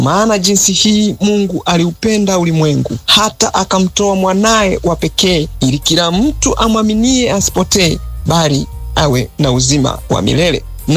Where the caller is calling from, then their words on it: Arusha, Tanzania; natokea jijini Arusha.